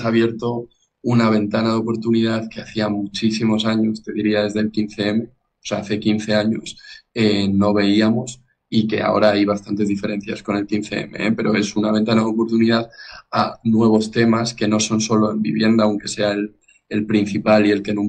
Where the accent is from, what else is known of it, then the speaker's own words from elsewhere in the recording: Ávila, Castile and León, Spain; yo tenía 14 años con el 15M, entonces, y además soy de Ávila, soy de una ciudad que está cerca de Madrid, pero en Castilla y León, en otro sitio.